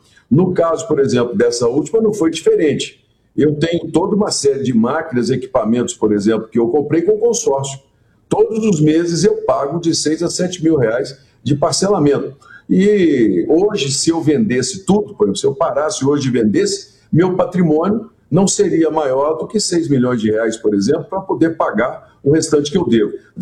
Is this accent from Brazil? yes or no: yes; Brazil; eu carrego como brasileiro